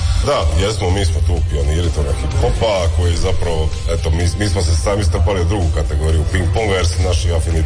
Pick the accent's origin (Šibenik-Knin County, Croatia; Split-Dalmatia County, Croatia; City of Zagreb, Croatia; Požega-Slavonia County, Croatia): Split-Dalmatia County, Croatia; Split; iz Splita smo bili glavni ovaj, predvodnici tog hip-hop vala